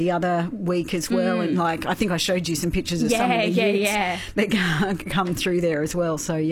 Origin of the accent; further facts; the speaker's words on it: New South Wales, Australia; Now, back in my hometown, it is a big weekend. I always know that, you know, the long weekend for New South Wales means Denny Ute Muster.